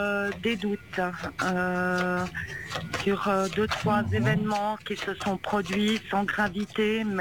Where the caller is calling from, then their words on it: Geneva, Switzerland; moi je suis à Genève